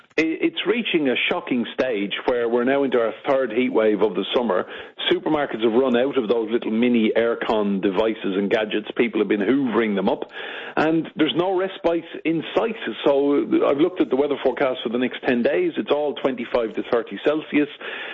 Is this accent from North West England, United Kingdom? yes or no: no; Northern Ireland, United Kingdom; Look, I grew up in Ireland. We had a pretty much a war going on. My dad was a cop